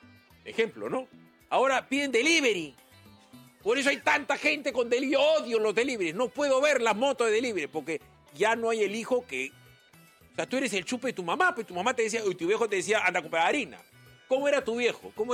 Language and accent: Spanish; Lima, Peru; Yo soy, bueno, nacido en provincia, me criaron en Lima.